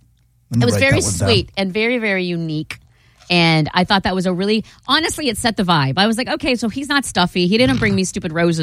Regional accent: Florida, United States; I'm from Florida.

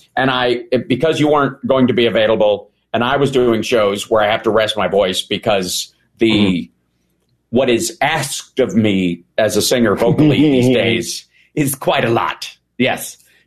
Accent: Kentucky, United States; I'm from Kentucky

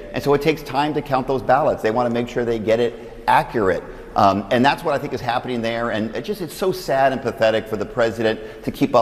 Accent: Arizona, United States; especially in my home state of Arizona.

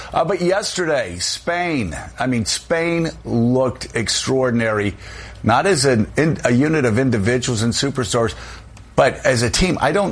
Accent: United States; Let me speak as an American.

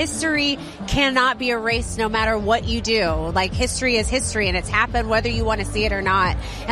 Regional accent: Texas, United States; Listen, I'm a millennial and I grew up in Texas and I remember studying black history in high school

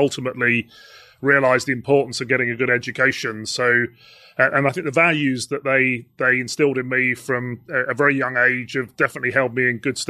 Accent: Essex, East of England, United Kingdom; So I was born and brought up in Essex.

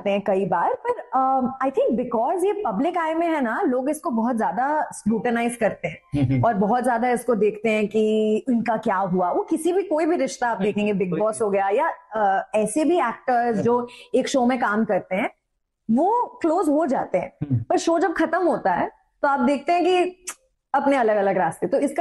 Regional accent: Delhi, India; मैं दिल्ली से हूँ

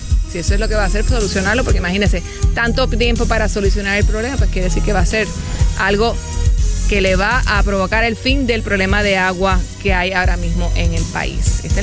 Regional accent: Patillas, Puerto Rico; Nacido y criado. Y eso es campo, porque yo vengo de Patillas y eso es campo.

